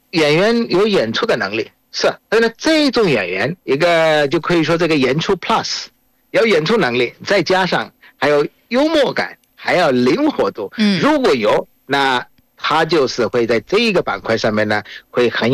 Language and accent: Chinese; Bangladesh; Chinese is a second language; 我是来自于孟加拉国的